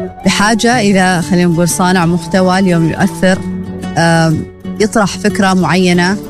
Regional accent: Oman; أعتقد اليوم كونك عماني أيضا متواجد في هذا المؤتمر

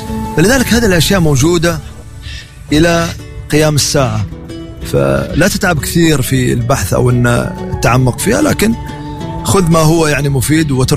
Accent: Salalah, Dhofar, Oman; أنا من صلالة،

